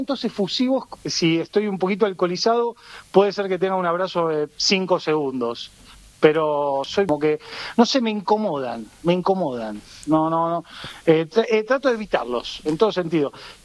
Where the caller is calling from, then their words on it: Carapachay, Buenos Aires Province, Argentina; De Carapachay.